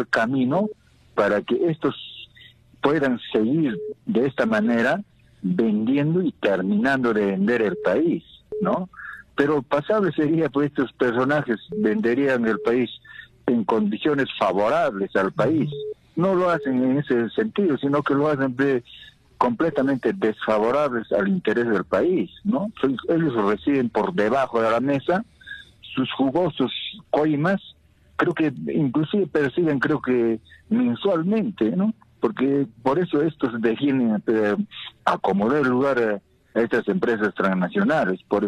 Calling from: Juliaca, Puno, Peru; de acá de Juliaca.

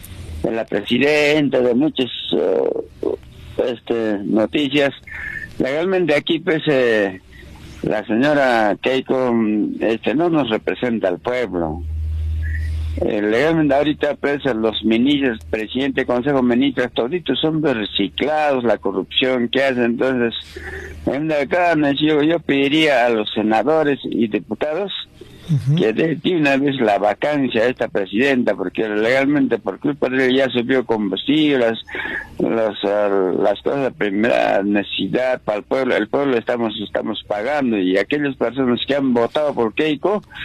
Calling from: Ichuña, Moquegua, Peru; Moquegua, Ichuña, Moquegua.

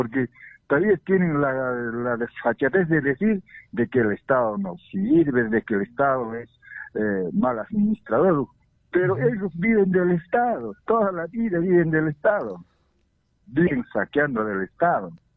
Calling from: Peru

